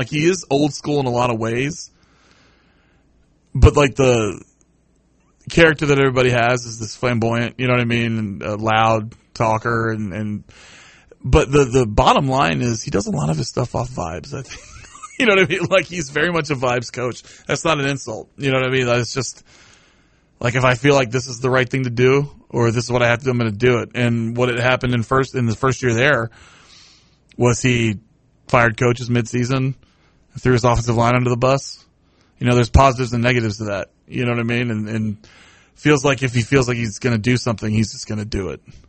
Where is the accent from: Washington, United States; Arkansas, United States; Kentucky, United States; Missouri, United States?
Kentucky, United States; Louisville; I'm from Louisville?